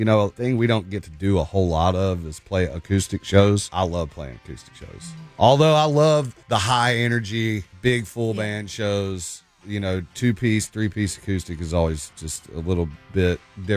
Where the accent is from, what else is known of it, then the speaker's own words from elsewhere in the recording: Hendersonville, Tennessee, United States; now in Cheatham County, United States; We live out in Cheatham County now, but we're on about 8 acres out there. And I mean, I was born and raised in Hendersonville.